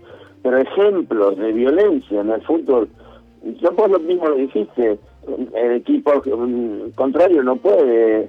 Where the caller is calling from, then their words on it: Argentina; de Villa del Ser